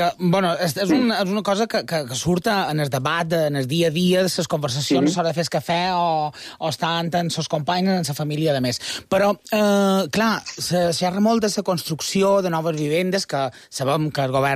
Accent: Consell, Balearic Islands, Spain; Jo, per exemple, som de Consell

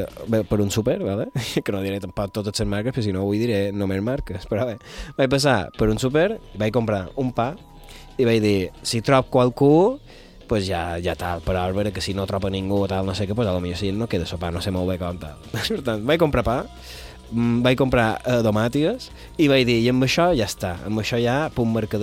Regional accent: Balearic Islands, Spain; no podem estar junts perquè som de Mallorca i no s'hi pot viure.

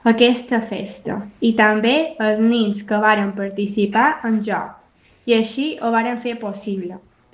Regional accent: Llubí, Balearic Islands, Spain; de Camp Fiolet. De Llubí. Tenc 11 anys.

